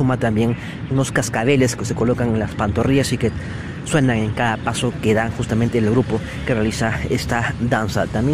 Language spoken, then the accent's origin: Spanish; Peru